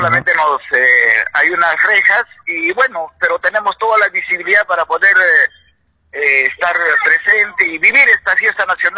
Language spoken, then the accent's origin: Spanish; Peru; como peruano también queremos estar presentes en esta celebración